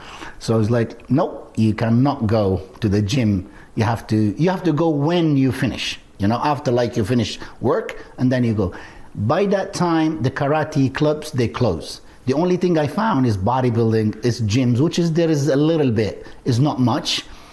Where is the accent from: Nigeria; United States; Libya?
Libya; moved away; also born or lived in England / Qatar; I'm really from Libya, and then I moved to UK in England